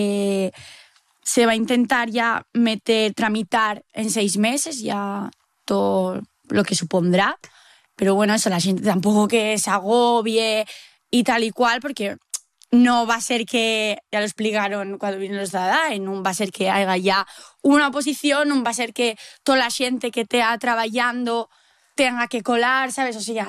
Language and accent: Spanish; Laviana, Asturias, Spain; Siempre digo, pues eso, que soy de Llaviana, pero bueno, no digo en mi pueblo porque no quiero decirlo.